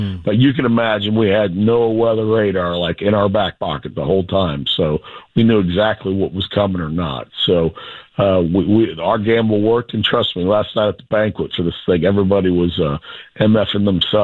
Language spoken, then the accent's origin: English; Gahanna, Ohio, United States; You know, I grew up in Gahanna, and, you know, during high school and way before that, actually in Mid-Ohio